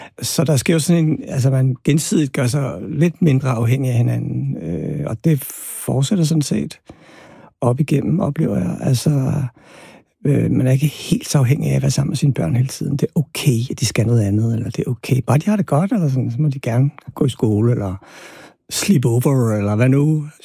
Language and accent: Danish; Albertslund, Capital Region of Denmark, Denmark; jeg havde jo et meget anderledes børneliv, end mine egne børn har haft, fordi at jeg voksede op i Albertslund på Villavej, og det, der hedder Soveby.